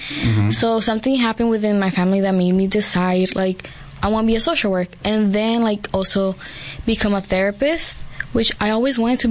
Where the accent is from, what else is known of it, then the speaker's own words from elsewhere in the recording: Yuma, Arizona, United States; born there; also born or lived in California; And then I moved to Yuma, like my fifth grade year.